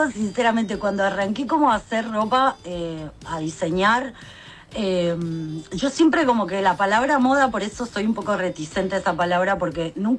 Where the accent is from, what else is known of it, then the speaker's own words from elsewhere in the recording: Guaymallén, Mendoza, Argentina; moved away as an adult; now in Buenos Aires, Argentina; Aparte yo vengo de Guaymallén, Mendoza, uh-huh. que es un lugar que ahora es otra cosa, pero en esa época, cuando yo era chica